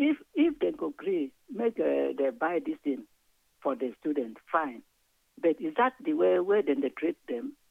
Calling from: Nigeria

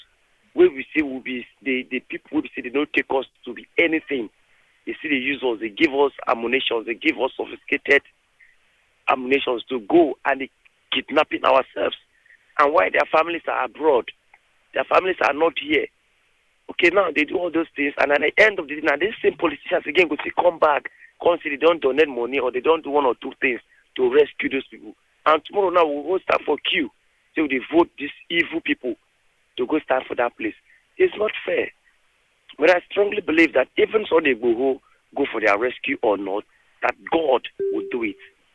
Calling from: Lagos, Nigeria; I'm calling from Lekki.

